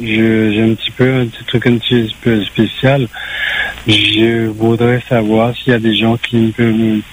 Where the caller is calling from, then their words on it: East of Réunion, Réunion; Oui, excusez-moi, je suis dans l'Est. Je voulais savoir, c'est un petit peu spécial mon cas. Je suis à La Réunion